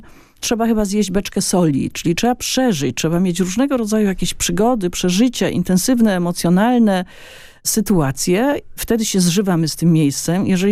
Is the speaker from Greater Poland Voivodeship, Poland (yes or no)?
yes; Poznań, Greater Poland Voivodeship, Poland; moved away as an adult; now in Berlin, Germany; właściwie ja pochodzę z Poznania, za rogiem.